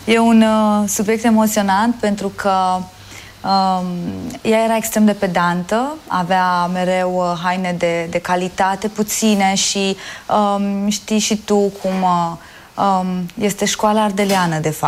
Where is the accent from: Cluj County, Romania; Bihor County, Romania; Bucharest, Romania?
Bihor County, Romania; Oradea; Nu am cum să uit. Oradea a fost locul în care mi-am conturat propriile amintiri și, de fapt, istoria mea ca personalitate și ceea ce fac astăzi este adânc î